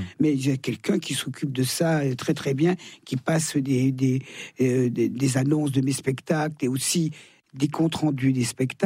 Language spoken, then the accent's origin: French; Thonon-les-Bains, Auvergne-Rhône-Alpes, France; born there; Ah oui, je chante dans ma ville natale